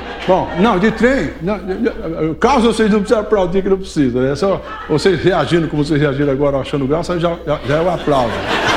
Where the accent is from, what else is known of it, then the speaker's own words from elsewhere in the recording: São Joaquim da Barra, São Paulo, Brazil; o trem chegou em São Joaquim da Barra, que é a minha terra.